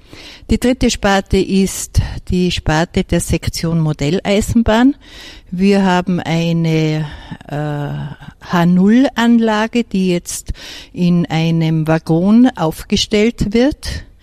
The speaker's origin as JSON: {"language": "German", "region": "Tyrol", "country": "Austria", "tie": "born or raised there", "said": "Ich bin ja keine gebürtige Osttirolerin, sondern ich bin an der Zillertalbahn aufgewachsen"}